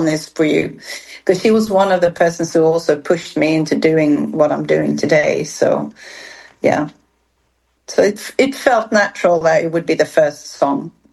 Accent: Sweden; whenever I say that I'm from Sweden

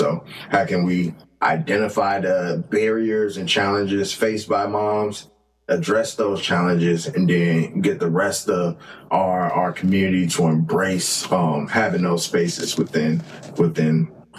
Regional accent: Gary, Indiana, United States; and so when I tell people I'm from Indiana, they quickly assume I'm a Pacers fan, I'm a Colts fan.

